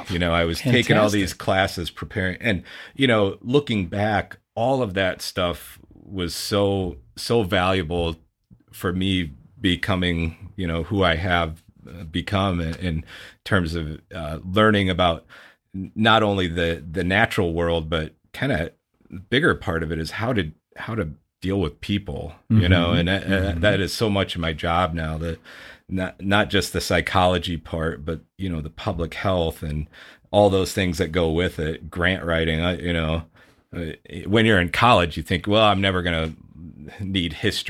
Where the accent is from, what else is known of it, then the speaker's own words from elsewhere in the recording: Bettendorf, Iowa, United States; had a great childhood growing up in Bettendorf. My grandparents actually still had a farm, if you can believe that, on State Street in Bettendorf